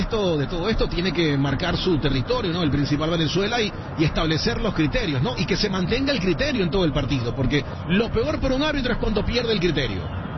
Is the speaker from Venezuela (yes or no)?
yes; Venezuela; Yo soy venezolano